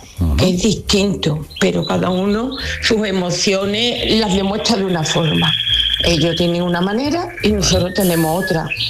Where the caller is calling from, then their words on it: Dos Hermanas, Andalusia, Spain; de Dos Hermanas.